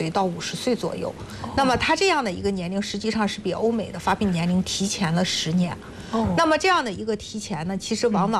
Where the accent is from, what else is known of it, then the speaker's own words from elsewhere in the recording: China; 我们中国人